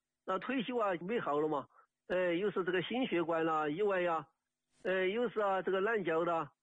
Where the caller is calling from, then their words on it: Chongqing, China; 哎，李老师啊，我是重庆的一个患者。